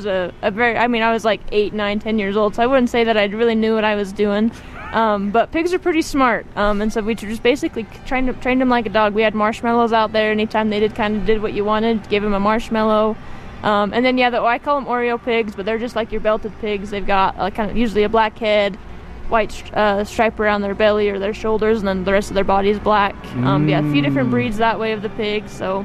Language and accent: English; Woodruff, Utah, United States; moved away as an adult; now in Coalville, United States; I'm the 4-H coordinator here in Summit County. I've been here about 3 years. I grew up over in Woodruff, Utah, so Rich County, not too far away. Grew up on my family's cow-calf ranch.